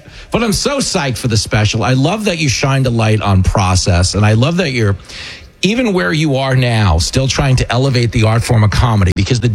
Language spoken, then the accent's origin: English; New York, United States; And as a New Yorker, I feel like I failed you because I did not climb that billboard.